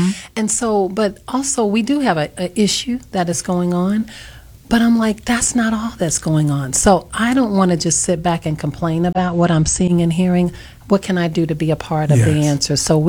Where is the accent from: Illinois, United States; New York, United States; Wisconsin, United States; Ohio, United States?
Illinois, United States; Chicago; born or raised there; also born or lived in Los Angeles